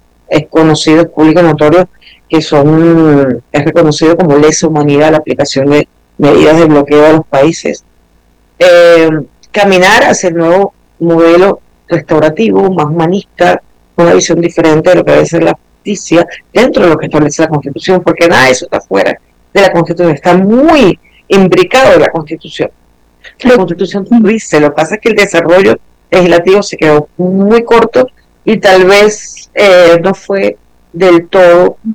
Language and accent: Spanish; Venezuela; uno como abogado, como venezolano